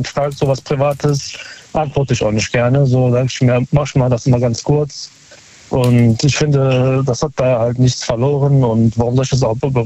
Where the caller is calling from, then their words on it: Berlin, Germany; Aus Neukölln.